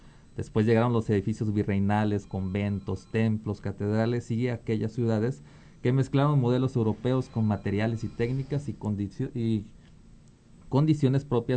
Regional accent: Mexico; el mariachi, la banda, todo eso que nos representa como mexicanos

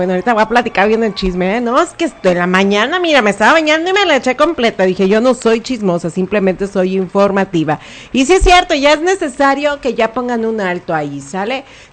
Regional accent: Nayarit, Mexico; somos mexicanos y sobre todo nayaritas, sí podemos.

